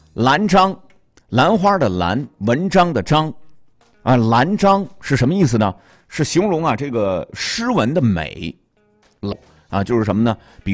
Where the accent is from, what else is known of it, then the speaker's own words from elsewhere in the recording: Jinzhou, Liaoning, China; 让大家伙去加深咱们对自己生活的啊、工作的我们的家乡锦州会有更深刻的一个认知和了解。